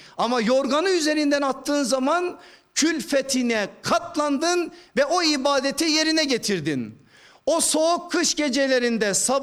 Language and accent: Turkish; Erzurum, Turkey